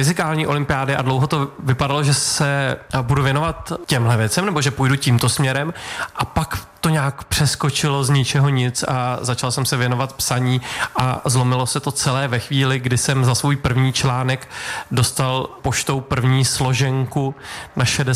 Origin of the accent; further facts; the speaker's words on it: Bolehošť, Hradec Králové Region, Czechia; also born or lived in Rychnov nad Kněžnou / Týniště nad Orlicí; pak jsme bydleli půl roku v Týništi nad Orlicí, v takovém malém bytě, tak to si taky nepamatuju. A když mi bylo půl roku, tak jsme se přestěhovali do Bolehoště, do domu, ze kterého jsem před chvílí přijel